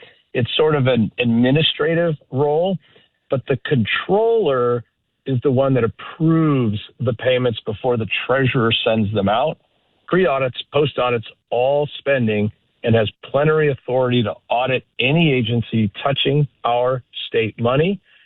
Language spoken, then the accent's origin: English; California, United States; I am a Californian, almost lifelong. I had my first birthday here on Route 66 in 1967. Grew up in Southern California.